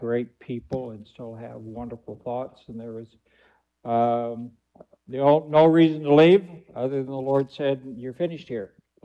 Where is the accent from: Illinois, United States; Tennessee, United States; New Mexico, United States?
New Mexico, United States; Albuquerque; also born or lived in Denver, Colorado / California; I was born in Denver, Colorado, and I was there long enough to be hatched. Then my parents went to California for a few years. Then they came back to New Mexico. New Mexico was where, in Albuquerque, where I went